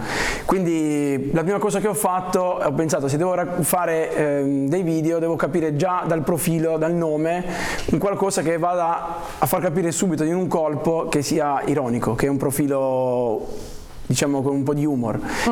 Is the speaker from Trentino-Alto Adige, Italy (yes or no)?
yes; Bolzano, Trentino-Alto Adige, Italy; Sono di Bolzano. No?